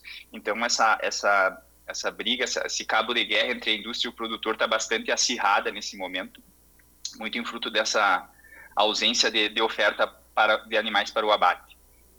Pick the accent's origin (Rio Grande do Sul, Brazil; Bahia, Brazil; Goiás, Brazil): Rio Grande do Sul, Brazil; Santiago; Sou natural do município de Santiago, produzo na região do município de Itaqui e hoje falo daqui do Recanto Maestro